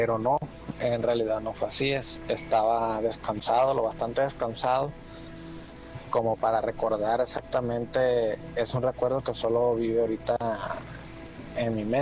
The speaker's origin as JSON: {"language": "Spanish", "region": "Sinaloa", "country": "Mexico", "said": "con todo el respeto, yo no soy de esos lugares. Yo soy de Sinaloa"}